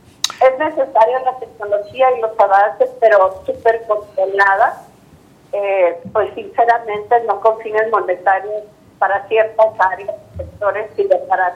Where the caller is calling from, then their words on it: Ciudad Juárez, Chihuahua, Mexico; Estoy en Juárez, ya no he salido.